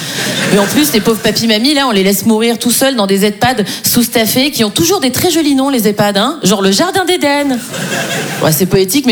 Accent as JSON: {"language": "French", "country": "Switzerland", "said": "parce que je suis suisse. Donc en vrai, je dis 90."}